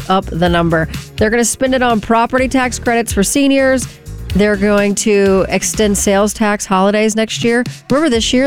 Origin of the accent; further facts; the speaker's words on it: Louisiana, United States; Yeah, my home state, Louisiana, chose birthday cake.